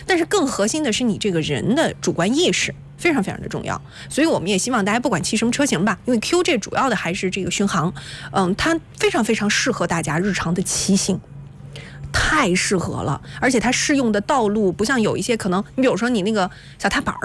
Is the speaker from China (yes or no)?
yes; Shandong, China